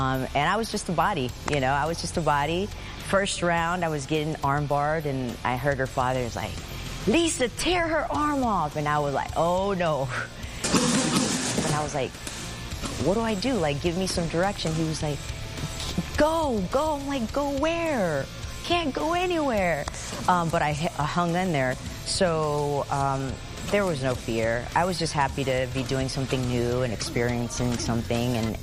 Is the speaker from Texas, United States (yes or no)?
yes; Houston, Texas, United States; I grew up here in Houston, Texas. I was the only girl. Grew up the youngest of two, with two older brothers